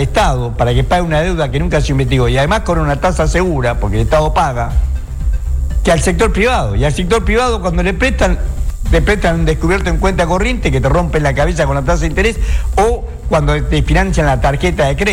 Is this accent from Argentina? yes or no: yes; Tucumán, Argentina; born there; Yo soy tucumano de nacimiento, o sea que hablo con fundamento.